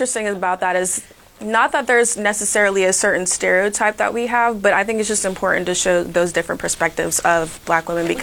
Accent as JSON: {"language": "English", "town": "Charleston", "region": "South Carolina", "country": "United States", "moved": "as an adult", "said": "I'm from Charleston, South Carolina."}